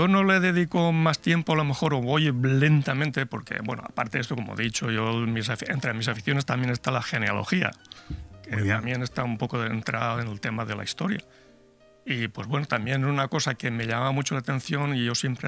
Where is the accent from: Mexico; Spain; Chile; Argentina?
Spain; lo que hoy en día conocemos como españoles.